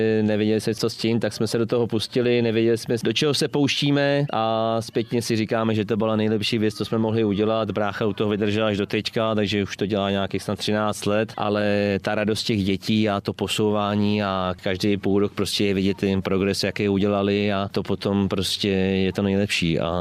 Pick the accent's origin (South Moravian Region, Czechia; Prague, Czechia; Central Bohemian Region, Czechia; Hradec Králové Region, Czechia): Central Bohemian Region, Czechia; Beroun; Tak začal jsem u nás v Berouně tam trénovat od 5 do 10 let